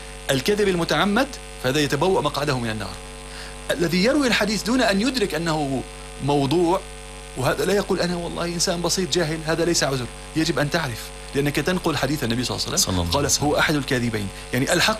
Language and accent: Arabic; Syria; moved away; اليوم نحن من حرم من سوريا والله.